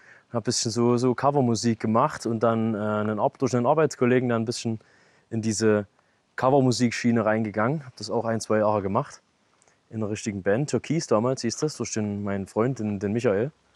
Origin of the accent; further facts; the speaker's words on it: Reichenbach im Vogtland, Saxony, Germany; hier aus Reichenbach bzw. aus dem Vogtlandkreis und mache Musik, schreibe viel selber. Bin hier wie gesagt geboren und aufgewachsen, zur Schule gegangen, in der Weinholdschule